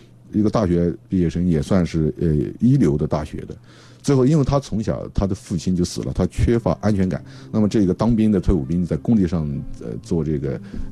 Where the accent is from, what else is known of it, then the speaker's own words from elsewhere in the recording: Sichuan, China; moved away; 我是37岁才结婚，我记得我36岁那年我回去，我老爷子结了，我是四川人啊，因为我出来的比较早。